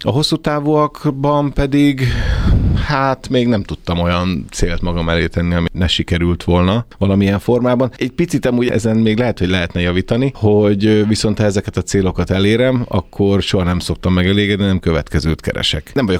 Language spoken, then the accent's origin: Hungarian; Hajdúdorog, Hajdú-Bihar, Hungary; also born or lived in Debrecen; now in Budapest, Hungary; amikor Debrecenbe költöztünk, vagy Debrecenben éltem, és ugye én hajdudorogi származású vagyok